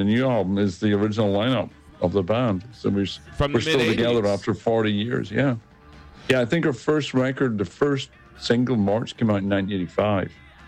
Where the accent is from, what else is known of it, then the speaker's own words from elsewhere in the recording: Ireland; I'm from Ireland. I'm Irish